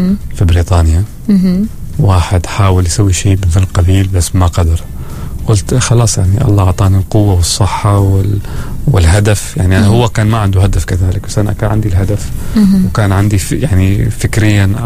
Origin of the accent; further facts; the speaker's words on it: Muscat, Muscat Governorate, Oman; عندنا في مسقط